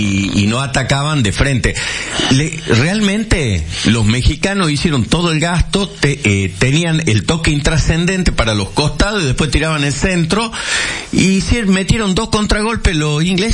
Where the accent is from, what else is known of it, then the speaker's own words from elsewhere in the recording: Argentina; este mundo del macho alfa cagado, que somos los argentinos.